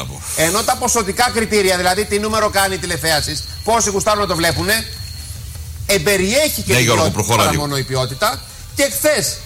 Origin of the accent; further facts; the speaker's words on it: Greece; Εγώ ως Έλληνας φορολογούμενος